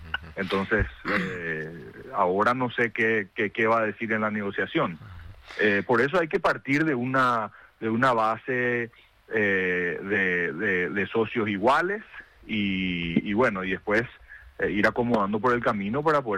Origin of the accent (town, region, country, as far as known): Paraguay